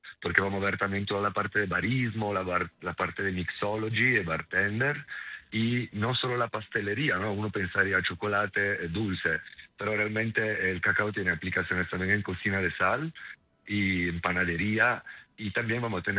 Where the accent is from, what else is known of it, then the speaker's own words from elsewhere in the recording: Italy; accent: Italian; Spanish is a second language; now in Colombia; pues por el acento, ¿no? Soy italiano